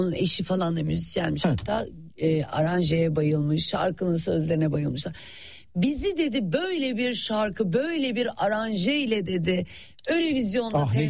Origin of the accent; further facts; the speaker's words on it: Black Sea Region, Turkey; Ve biz de Karadenizliyiz biliyorsun, baba tarafından Trabzonluyuz.